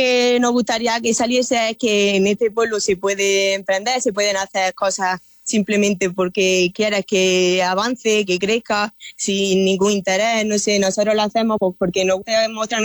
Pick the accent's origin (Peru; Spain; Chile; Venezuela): Spain; Andalusia